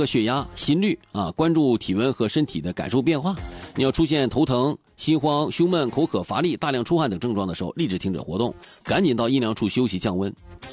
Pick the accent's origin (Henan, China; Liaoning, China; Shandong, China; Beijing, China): Liaoning, China; Dalian; 能够展现我们大连人精神风貌的一场演出啊。